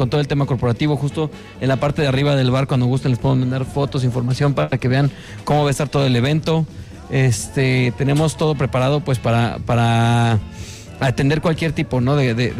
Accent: Querétaro, Mexico; los que vivimos aquí y somos queretanos o vivimos cerca

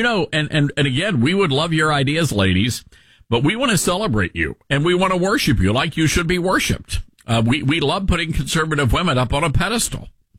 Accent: Newark, New Jersey, United States; I'm from Joymantown by way of Newark, New Jersey.

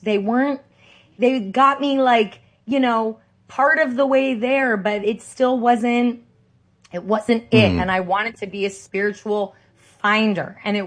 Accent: Santa Monica, California, United States; born or raised there

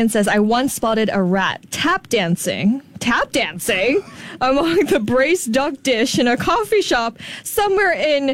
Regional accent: Singapore; I grew up in Singapore.

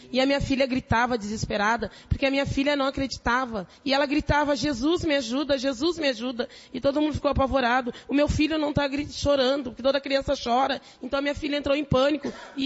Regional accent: Porto Alegre, Rio Grande do Sul, Brazil

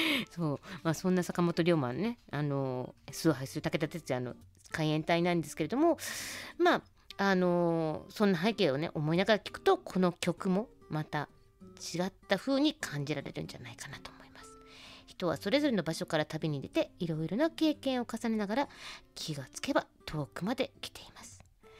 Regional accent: Tohoku, Japan; あっちの西日本ってあんまり私やっぱり東北出身なのもので

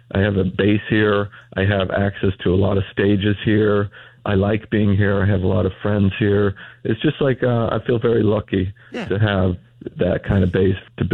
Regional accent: Idaho, United States; Well, this is common, but I'm from Idaho, so don't worry.

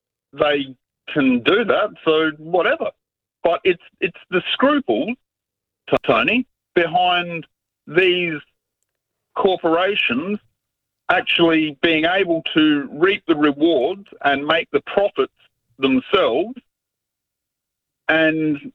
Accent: Australia; it they peddle the fact that we're an Australian business, but yet it's rather interesting how they're not earning their keep the way that I see it, mate

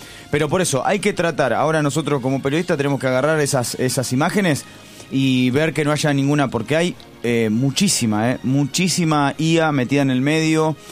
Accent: Argentina; hoy los poderosos desde el campo de juego somos nosotros los argentinos, debemos autopercibirnos de esa manera.

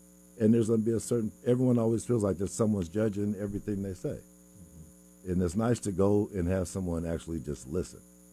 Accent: Seattle, Washington, United States; now in Renton, United States; I'm not from the Renton. I'm not from anywhere. You know, I'm from Seattle.

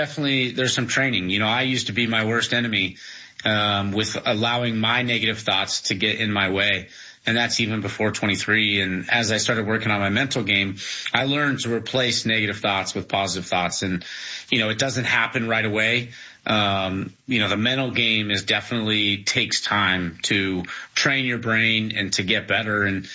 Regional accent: United States; I'm an American boy. I played on the Ryder Cup team. I was in the Olympics.

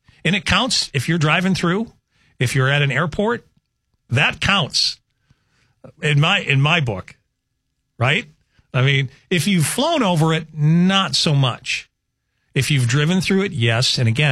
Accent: Conrad, Montana, United States; also born or lived in Cut Bank; But I remember as a kid growing up in Cut Bank and Conrad, Montana, if you know where that is, way up north.

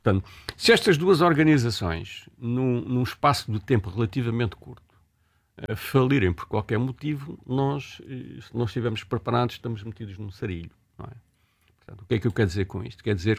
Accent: Alcácer do Sal, Setúbal, Portugal; eu sou alentejano, sou ali da zona da costa do Alcácer do Sal e conheço bem a costa vicentina

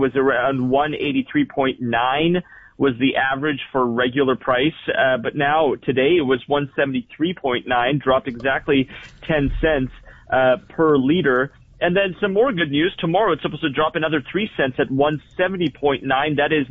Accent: Vancouver, British Columbia, Canada; moved away; I'm from Vancouver

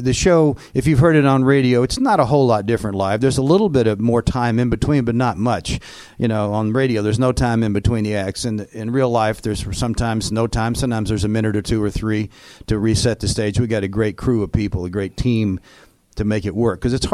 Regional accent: Dallas, Texas, United States; moved away as an adult; also born or lived in New York City / Los Angeles; now in West Virginia, United States; I was born and raised in Dallas. And I left when I was 18, though. I never went back after that.

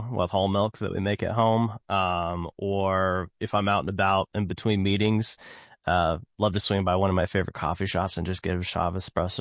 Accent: Cleveland, Tennessee, United States; moved away as an adult; now in Chattanooga, United States; Born and raised in Cleveland. Very much like 90s kind of suburban childhood. Yeah. Grew up there

